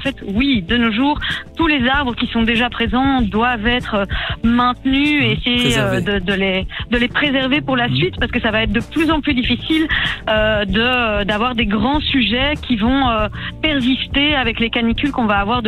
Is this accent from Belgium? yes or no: yes; Brussels, Brussels-Capital Region, Belgium; en tant que bruxelloise